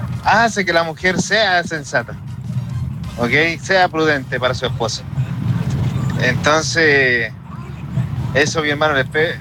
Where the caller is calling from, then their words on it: Maipú, Santiago Metropolitan Region, Chile; de acá mismo de la comuna de Maipú.